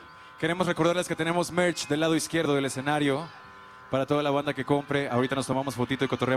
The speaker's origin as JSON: {"language": "Spanish", "town": "Guadalajara", "region": "Jalisco", "country": "Mexico", "said": "Yo soy de Guadalajara"}